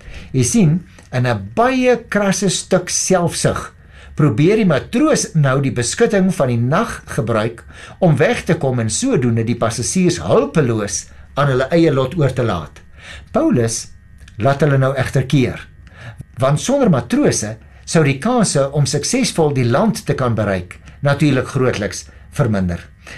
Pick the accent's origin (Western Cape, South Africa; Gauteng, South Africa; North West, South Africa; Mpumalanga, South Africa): Western Cape, South Africa; Paarl; ek kom daarom van die Perl af, so ek verstaan so ietsie van die see